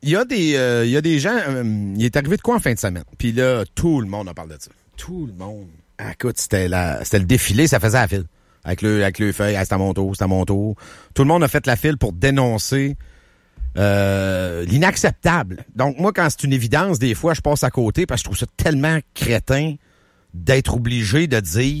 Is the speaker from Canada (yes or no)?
yes; Quebec, Canada; je viens d'une région du Québec.